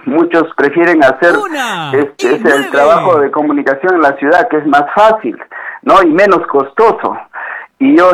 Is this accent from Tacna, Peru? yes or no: yes; Candarave, Tacna, Peru; muy muy agradecido estoy con mi pueblo, con mi provincia, y reitero una vez más ese agradecimiento a mis hermanos de los distritos de Camilaca, Cayani, Guanuara, Quilaguani, Curibaya, a todos los hermanos de Candarave